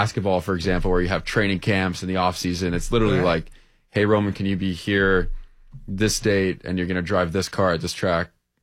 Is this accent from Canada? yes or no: yes; Canada; I'm Canadian